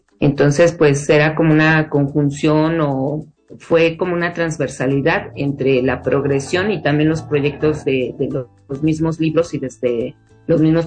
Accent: Mexico City, Mexico; Yo soy oriunda, digamos, de Contreras.

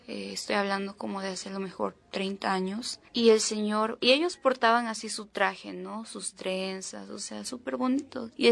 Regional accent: Mexico; somos hermanos mexicanos

